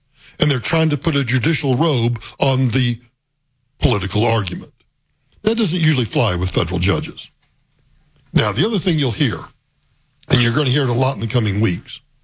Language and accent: English; United States